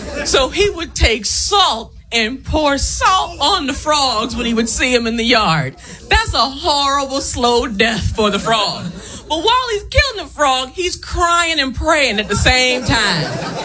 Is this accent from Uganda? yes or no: no; Miami, Florida, United States; But I was raised in Miami, Florida by two Southern Baptist preachers.